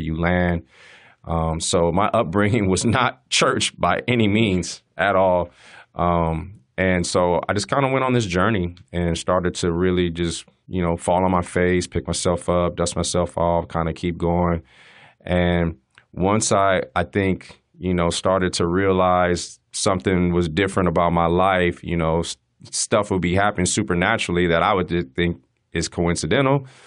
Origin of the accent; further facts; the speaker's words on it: San Diego, California, United States; Growing up in California, in San Diego.